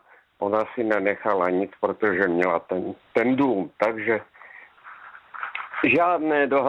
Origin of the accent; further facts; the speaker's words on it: Zlín Region, Czechia; born there; now in Topolná, Czech Republic; tady v Topolné, ale pocházím z Luku.